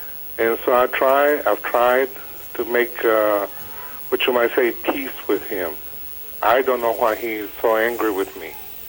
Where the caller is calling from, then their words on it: Texas, United States; I'm calling you from Texas.